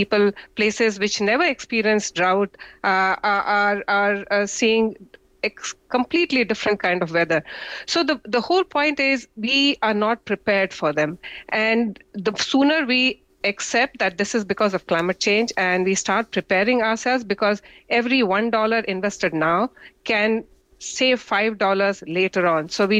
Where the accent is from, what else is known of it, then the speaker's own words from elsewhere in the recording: India; I'm an Indian. I know how to protect myself.